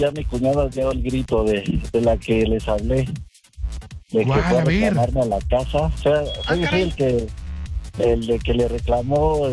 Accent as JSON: {"language": "Spanish", "region": "Mexico City", "country": "Mexico", "said": "yo soy del Álvaro Obregón, de la alcaldía Álvaro Obregón"}